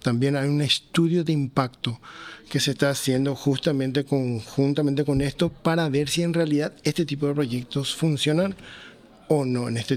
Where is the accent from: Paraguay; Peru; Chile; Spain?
Paraguay; also born or lived in United States